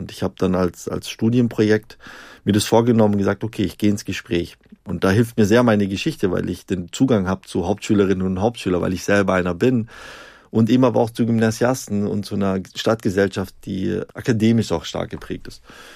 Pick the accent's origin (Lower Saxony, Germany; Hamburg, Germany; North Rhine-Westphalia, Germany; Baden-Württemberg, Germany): Baden-Württemberg, Germany; Stuttgart; In der Automobilindustrie, ich komme ja aus Stuttgart, das ist ein ganz großes